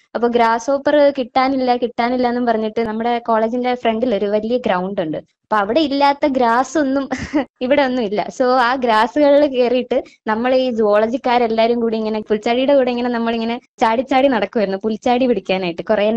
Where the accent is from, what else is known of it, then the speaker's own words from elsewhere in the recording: Nemom, Kerala, India; ഞാൻ നേമം തിരുവനന്തപുരം സ്വദേശിയാണ്.